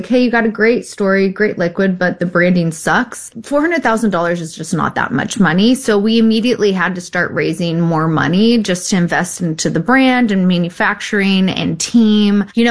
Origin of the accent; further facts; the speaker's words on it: Texas, United States; So we decided to buy a little house in Dallas, Texas, because I was from Texas. And I was like, oh, let's go home.